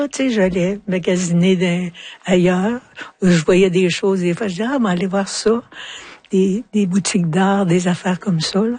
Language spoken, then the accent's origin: French; Quebec, Canada; now in Montreal, Canada; chez nous, en Abitibi, on est proche des gens. Tu sais, quand je suis arrivée à Montréal, je trouvais que les gens, ils se parlaient pas.